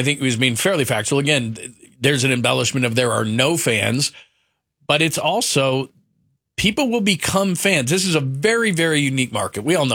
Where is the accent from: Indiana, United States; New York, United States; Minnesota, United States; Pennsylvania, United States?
Minnesota, United States; now in Arizona, United States; I'm from Minnesota and I'm a Vikings fan